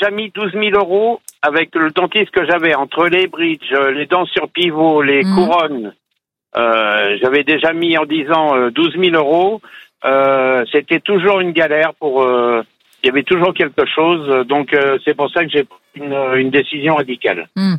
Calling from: Guérande, Pays de la Loire, France; moi, j'habite auprès de Guérande.

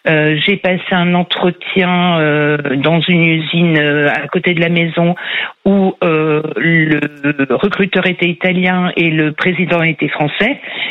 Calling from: Hauts-de-France, France; je vous appelle d'un petit village à côté de Cambrai.

